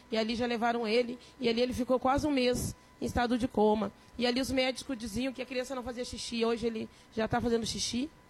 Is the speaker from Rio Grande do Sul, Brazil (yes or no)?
yes; Porto Alegre, Rio Grande do Sul, Brazil